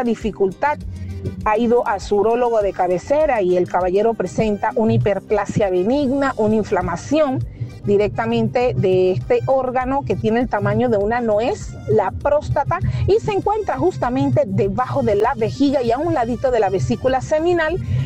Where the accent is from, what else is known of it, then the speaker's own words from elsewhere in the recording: Panama; me siento muy contenta como panameña